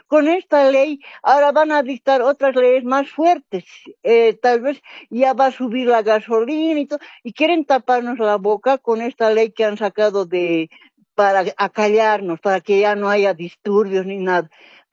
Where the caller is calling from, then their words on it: La Paz, Bolivia; De la ciudad de La Paz.